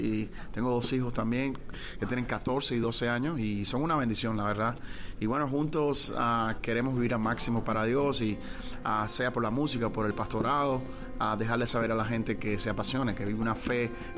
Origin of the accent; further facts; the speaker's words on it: Cuba; soy de Cuba y nací en un hogar cristiano, un hogar pastoral.